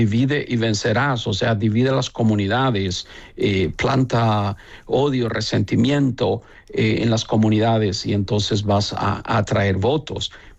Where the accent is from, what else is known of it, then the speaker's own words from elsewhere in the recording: El Salvador; now in United States; Cuando salí de El Salvador, traía una mochila quizás con una mudada. Pero esa mochila venía llena de sueños, llena de esperanza, llena de proyectos.